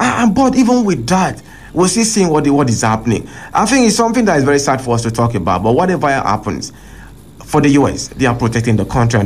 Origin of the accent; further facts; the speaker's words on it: Nigeria; as a Nigerian sport lover, football lover